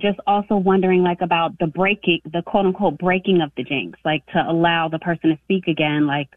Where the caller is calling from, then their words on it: Jacksonville, Florida, United States; we're calling from Jacksonville, Florida.